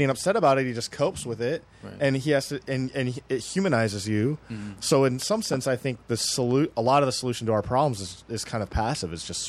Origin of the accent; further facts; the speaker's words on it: Michigan, United States; now in Los Angeles, United States; I'm from Michigan originally.